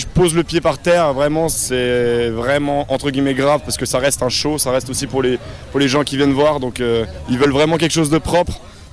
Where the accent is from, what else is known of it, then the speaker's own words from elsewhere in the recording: Switzerland; Moi je suis suisse